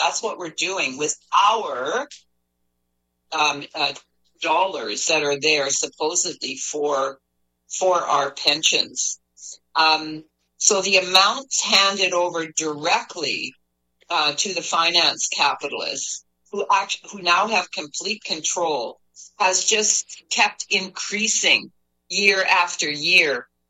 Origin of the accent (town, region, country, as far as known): Canada